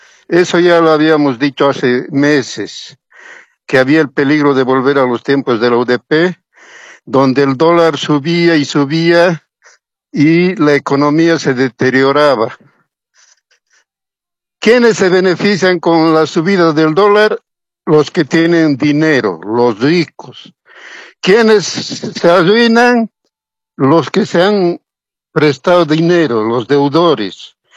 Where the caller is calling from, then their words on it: Cochabamba, Bolivia; los cochabambinos tenemos que defender la planta de urea